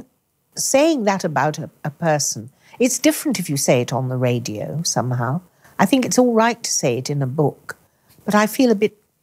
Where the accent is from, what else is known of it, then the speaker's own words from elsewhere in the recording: Oxford, South East England, United Kingdom; born there; accent: posh; I'm English. I was born in Oxford.